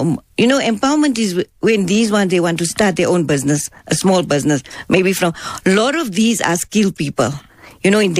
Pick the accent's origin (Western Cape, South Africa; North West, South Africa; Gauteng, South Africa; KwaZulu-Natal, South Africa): Gauteng, South Africa; Johannesburg; I grew up in Frida or Fitas, we were people all from that area.